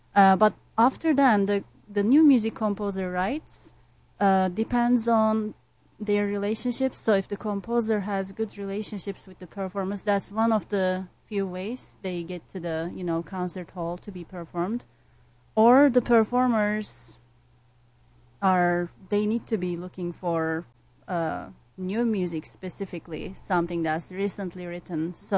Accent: Istanbul, Turkey; English is a second language; moved away as an adult; also born or lived in Izmir; now in Chattanooga, United States; And then I grew up in Istanbul. I'm from Izmir, but I grew up in Istanbul and studied in Istanbul, which is on the, you know, border with, close to the border to, like, Bulgaria, Greece, you know, geographically close to Europe.

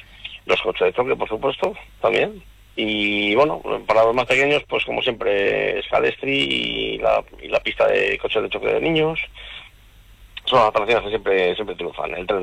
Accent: Castile and León, Spain; Soy más de Castilla, sí.

